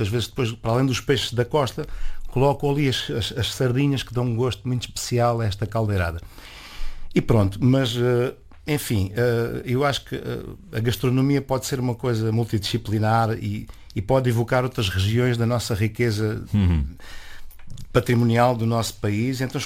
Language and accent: Portuguese; Beja, Alentejo, Portugal; No Alentejo, na minha terra, nós temos caldos de peixe, temos açordas, mas não temos a caldeirada de peixe no mar. E tenho esta nostalgia do mar, porque sou mesmo ali de Beja, não é?